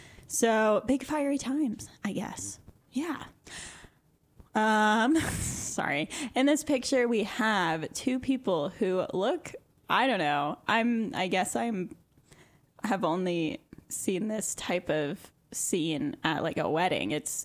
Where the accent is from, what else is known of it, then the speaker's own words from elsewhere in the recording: Reno, Nevada, United States; I grew up in Reno, Nevada.